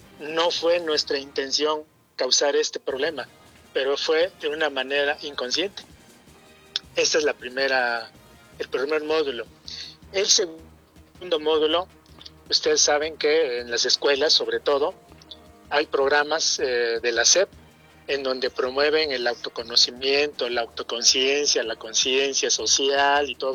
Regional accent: Oaxaca, Mexico; now in Tlaxiaco, Mexico; yo soy de la Sierra Norte, Sierra Juárez, pero tengo casi 35 años aquí en Tlaxiaco

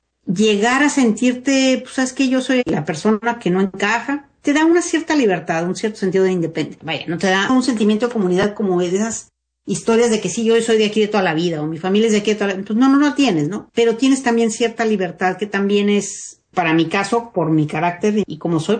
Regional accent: Monterrey, Nuevo León, Mexico; now in New York, United States; cuando yo ya crecí en Monterrey

